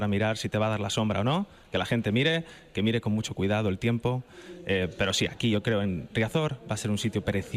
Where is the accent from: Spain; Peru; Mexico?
Spain; now in Texas, United States; yo vengo de Texas, yo soy de España originalmente